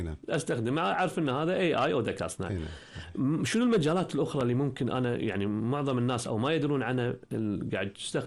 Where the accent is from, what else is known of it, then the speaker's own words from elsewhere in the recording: Kuwait; عندنا في الكويت